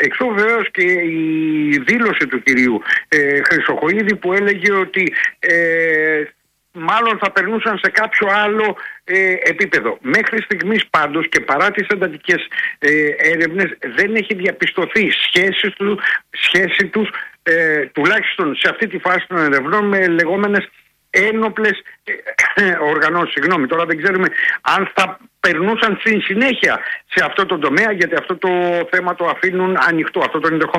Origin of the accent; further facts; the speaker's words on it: Dafni, Western Greece, Greece; στην Δάφνη Καλαβρίτων, εκεί στην πατρίδα μου